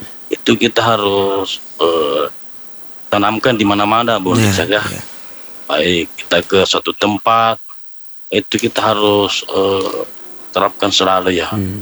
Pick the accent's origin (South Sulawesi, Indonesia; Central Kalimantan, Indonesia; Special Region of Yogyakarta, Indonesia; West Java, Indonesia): South Sulawesi, Indonesia; Makassar; tapi kita tetap menjunting itu nilai-nilai moral budaya kita dari Makassar.